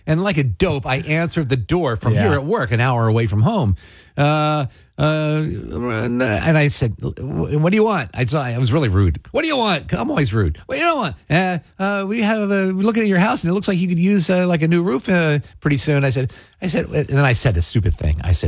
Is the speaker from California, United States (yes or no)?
no; Mays Landing, New Jersey, United States; Growing up in Maze Landing